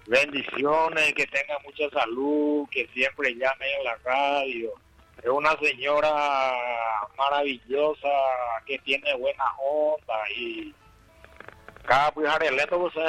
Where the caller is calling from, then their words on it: Capiatá, Central, Paraguay; Te estoy llamando de Capiatá.